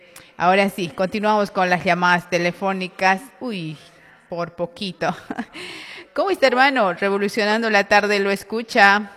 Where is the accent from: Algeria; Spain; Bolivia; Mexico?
Bolivia